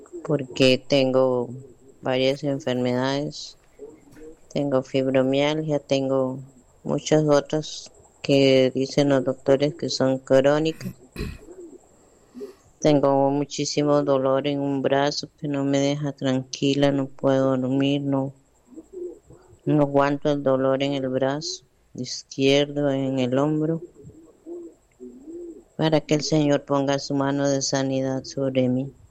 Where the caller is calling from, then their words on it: Nicoya, Guanacaste, Costa Rica; de Nicoya.